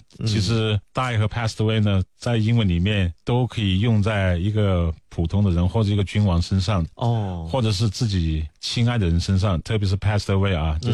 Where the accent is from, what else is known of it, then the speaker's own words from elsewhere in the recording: Hunan, China; 我是一个湖南人啊